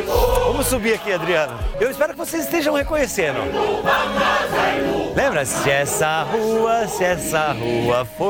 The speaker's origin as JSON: {"language": "Portuguese", "country": "Brazil", "said": "Eu sou brasileiro."}